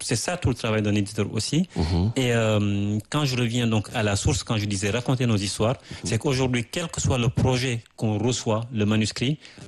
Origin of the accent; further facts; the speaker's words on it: Senegal; même en tant que Sénégalais